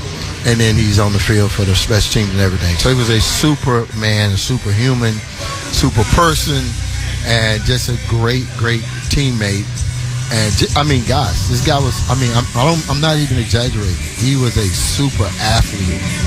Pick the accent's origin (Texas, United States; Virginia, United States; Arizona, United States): Texas, United States; Houston; I'm from Houston, Texas.